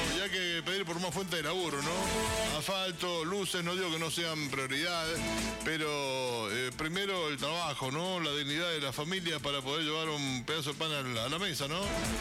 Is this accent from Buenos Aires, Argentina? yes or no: no; Mendoza, Argentina; también somos parte de la provincia de Mendoza